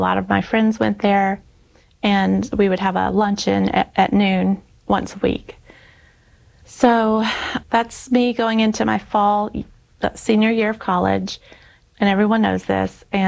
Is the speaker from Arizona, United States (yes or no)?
no; Alabama, United States; And I heard him say he was from Alabama. And I said, oh, I'm from Alabama too.